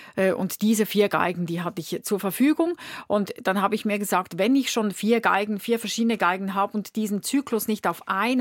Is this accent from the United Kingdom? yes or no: no; Winterthur, Zurich, Switzerland; born there; aus meiner Geburtsstadt in Winterthur gibt es eine Stiftung